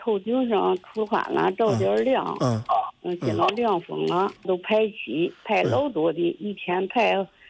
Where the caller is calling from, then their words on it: Liaocheng, Shandong, China; 我是山东聊城的。